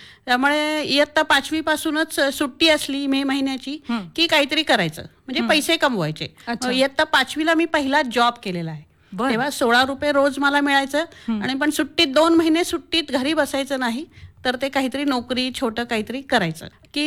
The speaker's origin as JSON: {"language": "Marathi", "town": "Mumbai", "region": "Maharashtra", "country": "India", "tie": "born or raised there", "also_born_or_lived": "Trimbakeshwar", "moved": "as an adult", "lives_now": "Ahilyanagar, India", "said": "मी तुम्हाला म्हटलं तसं की मुंबईमध्ये माझं बालपण गेलं."}